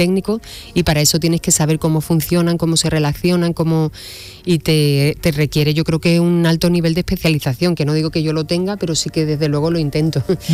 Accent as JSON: {"language": "Spanish", "town": "Huelva", "region": "Andalusia", "country": "Spain", "said": "Y yo soy onubense también"}